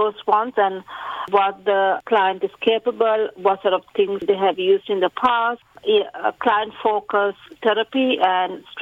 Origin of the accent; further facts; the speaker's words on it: Sri Lanka; first language Sinhalese; English is a second language; now in Australia; so I'm from Sri Lanka, as I said, so I speak Sinhalese. I'm fluent in my language. I can read, write and talk.